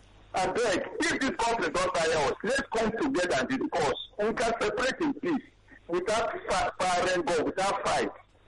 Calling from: Nigeria

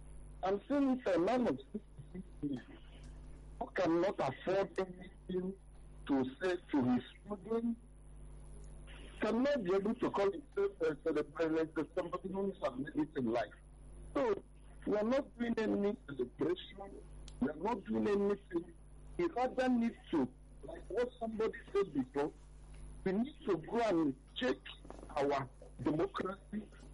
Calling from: Nigeria

